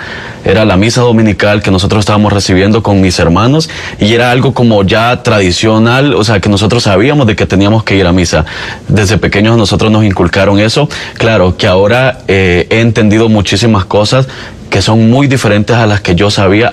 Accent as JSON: {"language": "Spanish", "town": "Nueva Concepción", "region": "Chalatenango", "country": "El Salvador", "tie": "born or raised there", "lives_now": "Alabama, United States"}